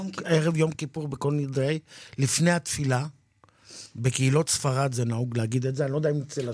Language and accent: Hebrew; Jerusalem, Jerusalem District, Israel; אצלנו בירושלים זה פיוט ירושלמי